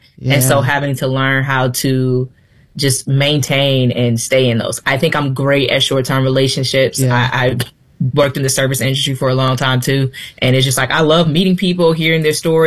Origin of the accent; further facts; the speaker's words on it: North Carolina, United States; also born or lived in Youngstown, Ohio / Texas; I was born in Youngstown, Ohio. By the time I was two, we had started moving. So I was in North Carolina, Fort Bragg area for about 10 years. Then we went to Texas and Fort Hood area.